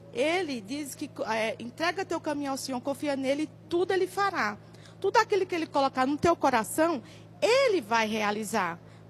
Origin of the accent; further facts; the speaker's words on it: São Paulo, Brazil; A paz do Senhor, eu sou aqui de São Paulo, capital, né, e venho para o culto da Deus e Amor todo domingo à tarde.